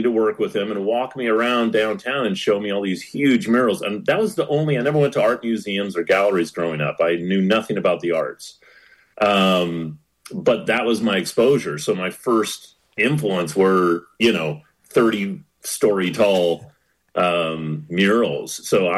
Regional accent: West Coast, United States; And then the color part really probably comes mostly from growing up on the West Coast.

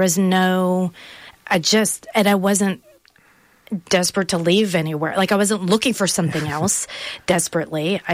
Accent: Pennsylvania, United States; also born or lived in New Jersey; I was born in New Jersey, raised in Pennsylvania.

